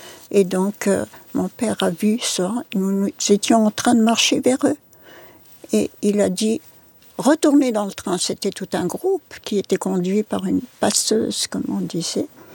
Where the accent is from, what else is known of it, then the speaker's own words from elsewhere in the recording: Paris, Île-de-France, France; born there; first language Yiddish; French is a second language; also born or lived in Slonim, Belarus; Je suis née à Paris, mais émigrée à Slonim d'abord, puis ramenée en France.